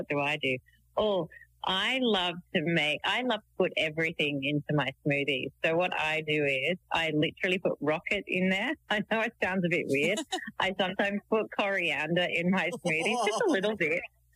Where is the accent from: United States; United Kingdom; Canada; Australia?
United Kingdom; England; And so we grew up in England, you know, in orchards and cooking and picking raspberries and getting purple fingers.